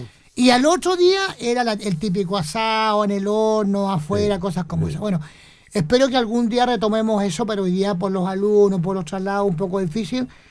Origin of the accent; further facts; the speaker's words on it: Chile; Bueno, somos chilenos